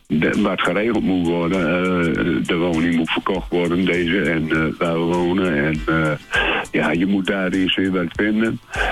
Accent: Netherlands; Nee, ik ben uit Nederland wel, maar

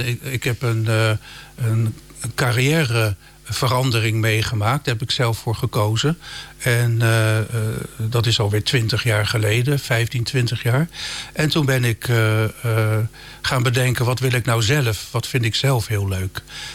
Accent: Rotterdam, South Holland, Netherlands; accent: Rotterdam; now in Groningen, Netherlands; Ik ben echt een Rotterdammer, ja. Ik ben er ook geboren.

